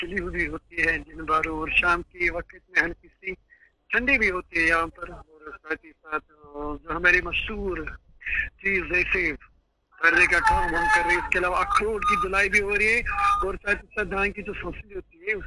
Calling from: Budgam district, Jammu and Kashmir, India; मैं सेंट्रल कश्मीर से बात कर रहा हूँ, जिला बड़गांव में हमारा गांव पड़ता है।

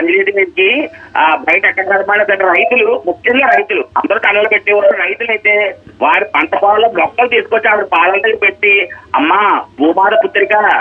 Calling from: East Godavari district, Andhra Pradesh, India; మా తూర్పు గోదావరి జిల్లాలో

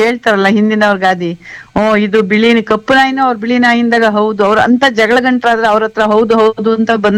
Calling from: Hassan, Karnataka, India

